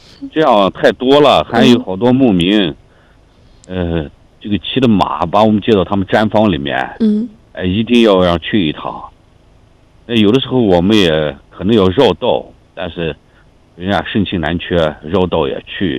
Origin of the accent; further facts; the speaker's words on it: Xinjiang, China; 因为我们新疆人要显得要好客一点嘛